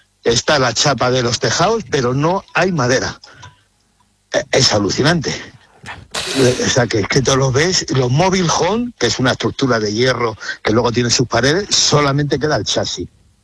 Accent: Casillas, Castile and León, Spain; además yo soy de Casillas, un pueblo aquí al lado, y empecé a apagar fuego con 10 años.

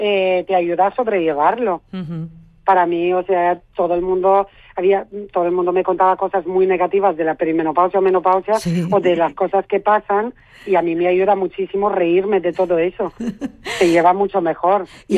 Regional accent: Romania; now in Spain; de rumana a española, porque soy bastante española, entonces es transitas, ¿no?, de un punto a otro.

